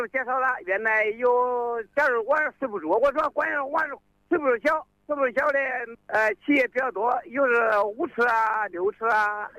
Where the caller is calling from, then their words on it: Zhongxiang, Hubei, China; 我是中乡石牌镇北湖城的